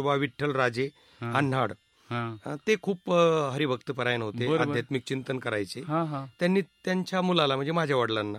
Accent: Dahigaon, Maharashtra, India; आमच्या दहिगावमध्ये

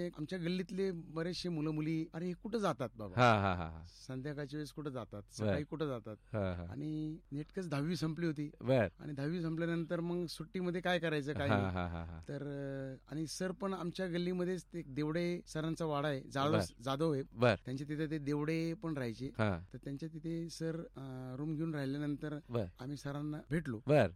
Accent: Ahmednagar, Maharashtra, India; माझं बालपण नगर शहरातलाच सांगली येथे राहत होतो.

